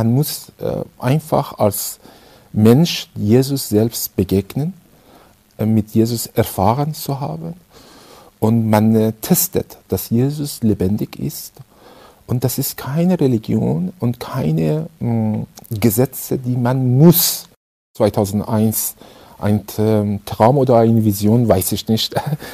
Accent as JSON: {"language": "German", "country": "Iran", "second_language": "German", "moved": "as an adult", "lives_now": "Germany", "said": "ich komme aus dem Iran und ich wohne in Deutschland seit 1985. Und 1985 bin ich aus dem Iran ausgereist, wegen des Iran-Irak-Krieg."}